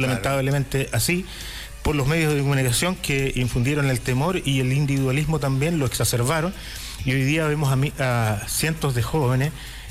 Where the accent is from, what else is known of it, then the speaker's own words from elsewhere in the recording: Chile; por ser como somos, como chilenos